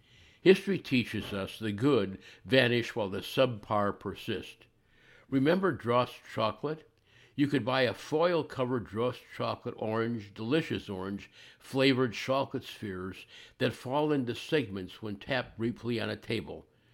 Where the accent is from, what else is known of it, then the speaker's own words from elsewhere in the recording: Ohio, United States; Growing up here, okay, I grew up near Cleveland, thank you for noticing